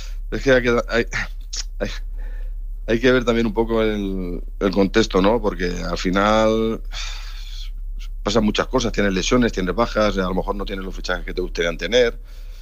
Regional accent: Valencian Community, Spain; Y el Valencia, bueno, pues como valenciano, pues también es verdad que lo sigo, siempre lo he respetado mucho

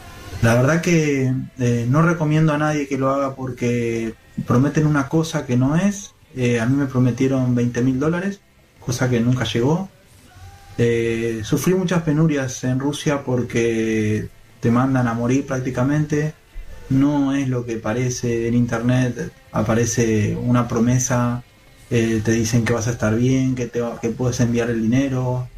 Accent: Buenos Aires, Argentina; moved away as an adult; now in Russia; tengo 37 años, soy de Buenos Aires.

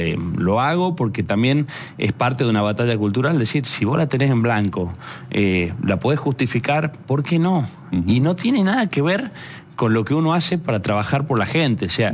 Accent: Argentina; born there; En mi provincia ando con buenos vehículos desde que soy chico, uh-huh, vengo de una familia de mucho laburo, de muchos años, 4 generaciones de laburo

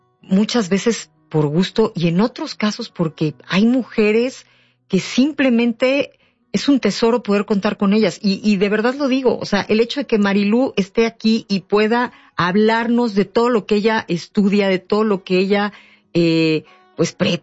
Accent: Mexico; siendo mexicanas, no contamos con eso y menos últimamente

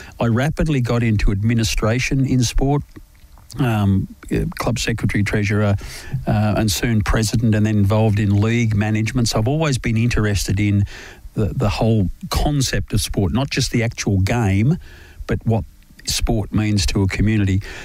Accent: Australia; I think the other part where I felt most proud of being an Australian

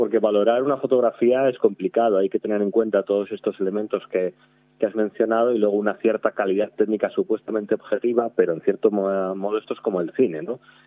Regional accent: Santander, Cantabria, Spain; now in Madrid, Spain

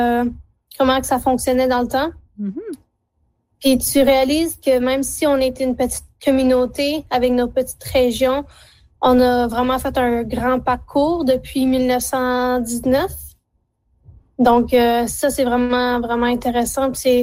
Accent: Hearst, Ontario, Canada; Je viens de Hearst. J'ai 21 ans. Je suis à l'Université Laurentienne à Sudbury.

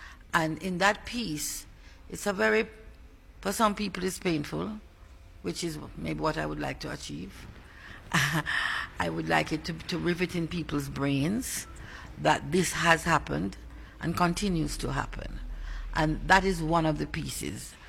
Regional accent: Jamaica; We are from Jamaica, so we brought Jamaican culture and a full-length 2-hour show

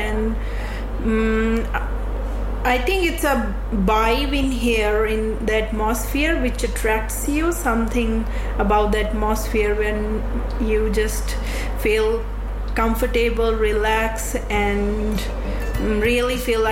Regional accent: India; moved away as an adult; I'm from Indian background

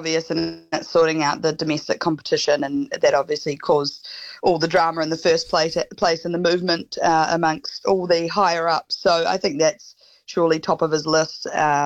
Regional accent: Wellington, New Zealand; I'm biased, I'm from Wellington

